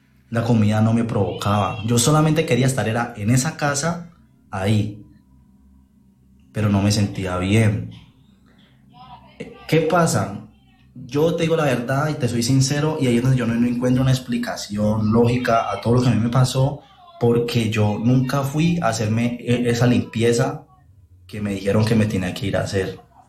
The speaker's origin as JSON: {"language": "Spanish", "region": "Valle del Cauca", "country": "Colombia", "said": "yo soy de aquí del Valle, yo soy del Valle de Cauca, ¿no?"}